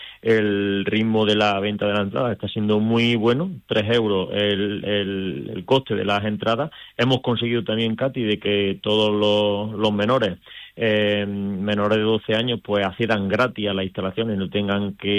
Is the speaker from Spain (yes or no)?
yes; Spain; tenemos que estar orgullosos de decir que somos españoles